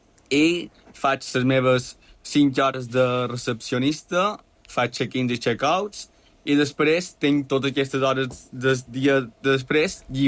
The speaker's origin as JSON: {"language": "Catalan", "region": "Balearic Islands", "country": "Spain", "said": "com a bon mallorquí que no li agrada el fred"}